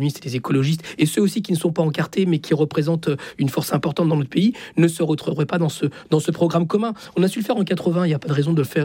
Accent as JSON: {"language": "French", "country": "Chile", "lives_now": "France", "said": "Je viens du Chili, je suis fils d'exilé politique. Je suis en France parce que l'extrême droite a pris le pouvoir"}